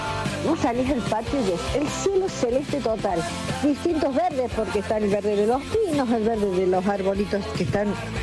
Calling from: Villa Carlos Paz, Córdoba, Argentina; cuando te digo aromitos y vereda, te darás cuenta que te estoy hablando de Carlos Paz. Entre arriba y la montaña, ahí vivo yo.

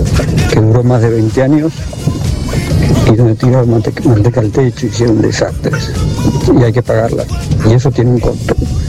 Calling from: Lincoln, Buenos Aires Province, Argentina; de Lincoln

